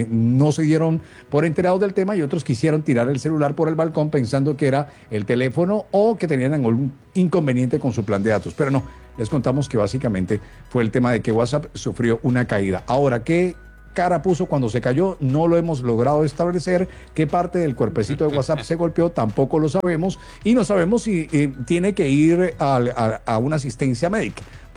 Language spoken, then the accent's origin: Spanish; Caribbean Region, Colombia; yo soy orgullosamente caribeño